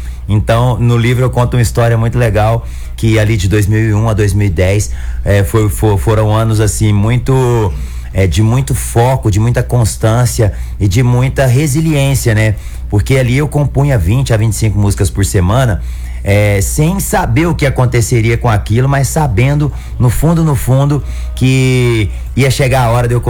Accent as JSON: {"language": "Portuguese", "town": "Nova Ponte", "region": "Minas Gerais", "country": "Brazil", "tie": "born or raised there", "also_born_or_lived": "Uberlândia / Araxá", "said": "Nasci em Uberlândia, Minas Gerais, fui criado em Nova Ponte. Ali em Nova Ponte, com 8 para 9 anos"}